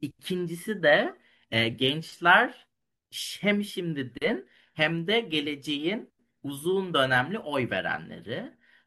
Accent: Nevşehir, Turkey; İşte ben Nevşehirliyim. Nevşehir'in Kozaklı kasabası, eskiden köy olan.

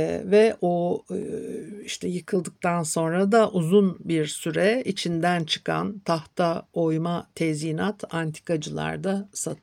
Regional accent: Istanbul, Turkey; Ben Etiler'de, Arnavutköy sırtlarında büyüdüm.

